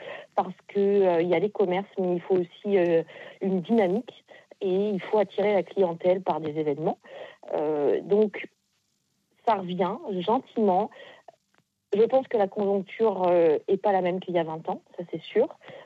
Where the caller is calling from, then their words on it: Bois-le-Roi, Normandy, France; moi, je suis de Bois-le-Roi, donc nous sommes 1300 habitants